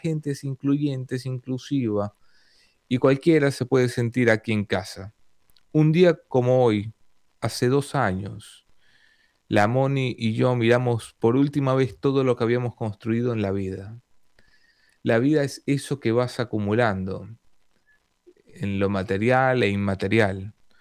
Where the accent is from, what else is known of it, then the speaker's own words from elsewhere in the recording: Ecuador; Y los que hablamos con el acento marcado, golpeado, como si fuéramos Sofía Vergara, pero sin gracia, sin ninguna gracia. Hay dos tipos de ecuatorianos, supongo.